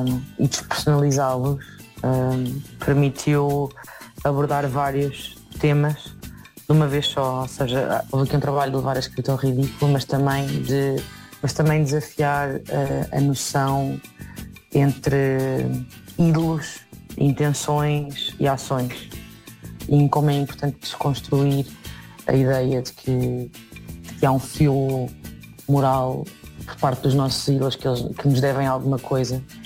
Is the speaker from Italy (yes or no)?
no; Portugal; estamos a viver muitos problemas enquanto portugueses em cidades gentrificadas